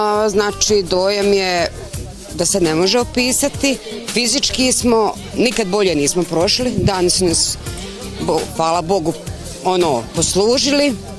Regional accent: Cazin, Federation of Bosnia and Herzegovina, Bosnia & Herzegovina; Mi dolazimo iz Cazina

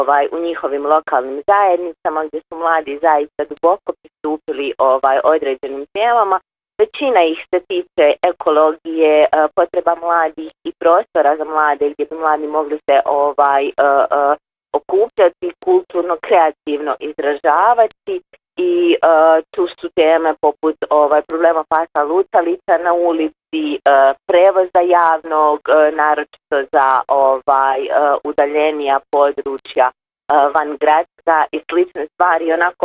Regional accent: Herzegovina, Bosnia & Herzegovina; kod nas u Hercegovini

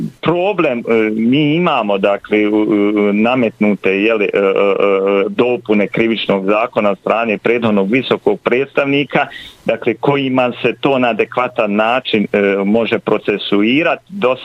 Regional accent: Višegrad, Republika Srpska, Bosnia & Herzegovina; Ja sam konkretno iz Višegrada, ja danas idem u Višegrad

